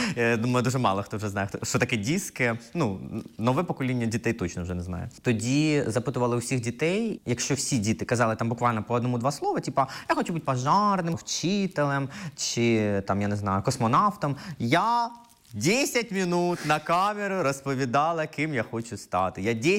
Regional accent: Kropyvnytskyi, Kirovohrad Oblast, Ukraine; Ні, я з Кропивницького.

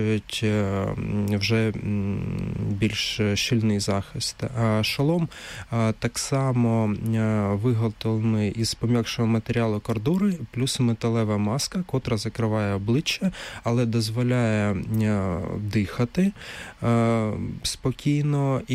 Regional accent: Kharkiv, Kharkiv Oblast, Ukraine; в Харкові, це моє рідне місто

